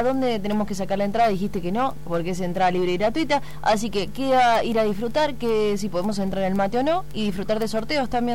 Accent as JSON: {"language": "Spanish", "region": "Mendoza", "country": "Argentina", "said": "como también argentinos, mendocinos"}